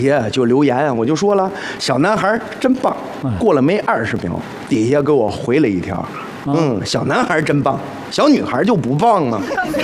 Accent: Henan, China; now in Tianjin, China; 我是河南人，我就是在天津工作。

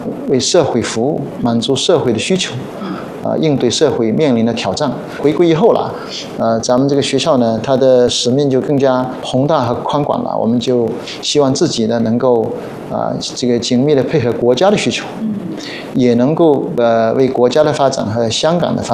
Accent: Wenzhou, Zhejiang, China; also born or lived in Australia; now in Hong Kong; 香港跟我的家乡其实很近的，我的老家在温州

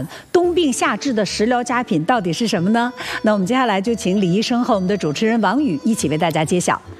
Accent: Northeast China, China; 因为我是东北人，但是我是热性体质，像我这样的人在北方算少的

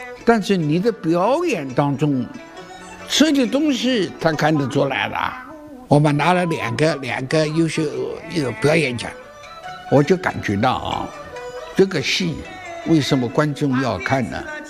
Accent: Huzhou, Zhejiang, China; 我们湖州的土话呢

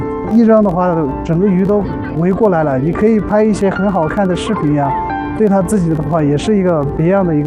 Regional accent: China; 我们家乡也有了很大的变化。地还是这个地，草坪还是这个草坪

